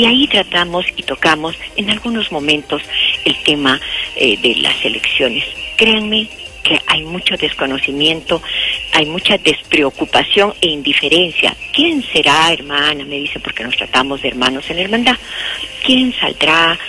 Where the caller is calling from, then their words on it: Arequipa, Peru; como población selvalegrina, como población arequipeña